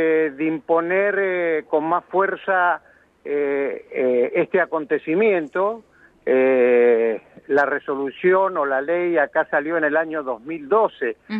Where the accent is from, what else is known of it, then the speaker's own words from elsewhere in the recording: Mendoza, Argentina; now in Corrientes, Argentina; Si bien soy mendocino, pero aclaro esto porque en una de esas confunden con la Asociación Sanmartiniana de Mendoza o alguna cosa.